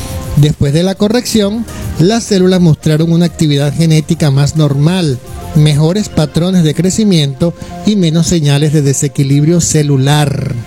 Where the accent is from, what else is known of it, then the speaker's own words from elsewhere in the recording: Venezuela; de nuestra cultura, de nuestra gentilicio como ciudadanos venezolanos